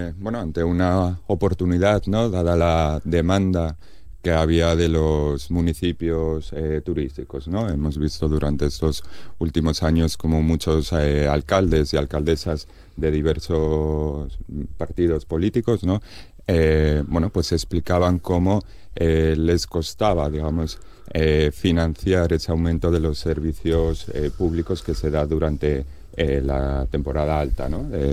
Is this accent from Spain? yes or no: yes; Llanes, Asturias, Spain; Yo que soy de Llanes, ¿no?, entonces conozco muy bien la presión